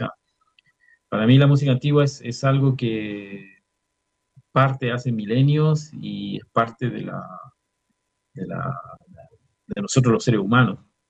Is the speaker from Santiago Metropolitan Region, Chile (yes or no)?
no; Chuquicamata, Antofagasta, Chile; musicalmente yo nací en Chuquicamata, en el sentido de que mi primera escuelita de música fue el grupo folclórico de mis papás.